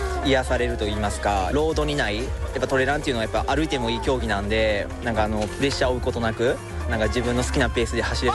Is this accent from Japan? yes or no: yes; Okazaki, Aichi, Japan; 僕ね、あの一応あの岡崎出身なんで